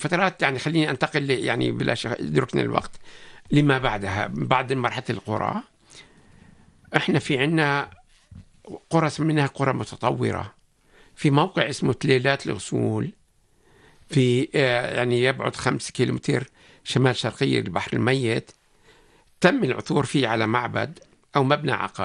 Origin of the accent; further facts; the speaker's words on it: Jordan; لكن بالأردن إحنا